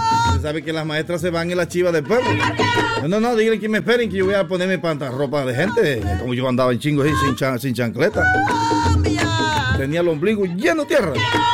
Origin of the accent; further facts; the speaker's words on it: Pedernal, Panama; moved away; allá en mi pueblo. Allá en Pedernal